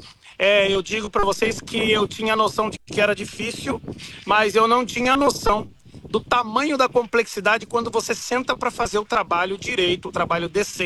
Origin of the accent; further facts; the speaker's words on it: Brazil; born there; also born or lived in United States; Eu me mudei dos Estados Unidos para o Brasil, voltei para o meu país, né? Meu país natal, é a minha nação, meu país que eu amo, mas eu estava nos Estados Unidos a trabalho, estava 8 anos já.